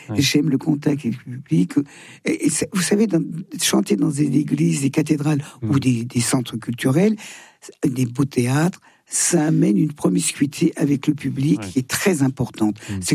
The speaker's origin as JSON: {"language": "French", "town": "Thonon-les-Bains", "region": "Auvergne-Rhône-Alpes", "country": "France", "tie": "born or raised there", "moved": "yes", "said": "je vais être à Thenon-les-Blains, ma ville natale."}